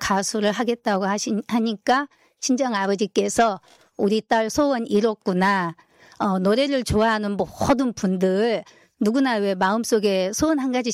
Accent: Haenam, South Jeolla, South Korea; 고향이 해남이에요.

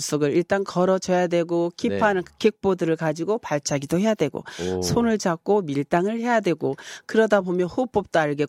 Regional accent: South Korea; born there; 고슴도치를 닮은 이도에서 태어났는데요.

